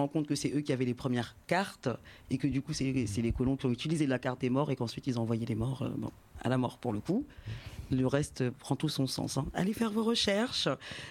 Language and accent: French; Haiti; je suis haïtienne